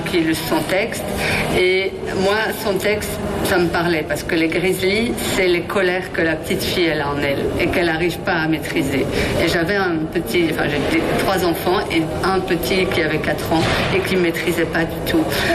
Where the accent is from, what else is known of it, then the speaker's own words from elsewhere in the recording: Belgium; moved away as an adult; now in Toulouse, France; Alors, en tant que Belge, avec un papa polonais et habitant à Toulouse maintenant